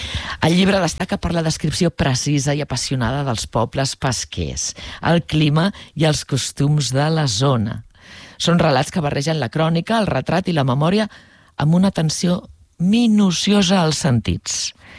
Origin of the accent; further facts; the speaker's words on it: Palafrugell, Catalonia, Spain; also born or lived in Cadaqués; Cadaqués, on vivia, i Palafrugell, el meu poble natal